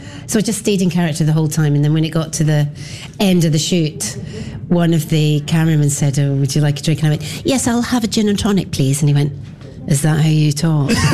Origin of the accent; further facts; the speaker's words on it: England, United Kingdom; accent: English; The end, I'll treat you to my lovely English accent, which will make you all very disappointed.